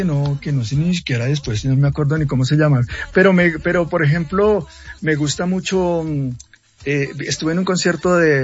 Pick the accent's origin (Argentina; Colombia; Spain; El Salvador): Colombia; nosotros como colombianos, que vivimos un conflicto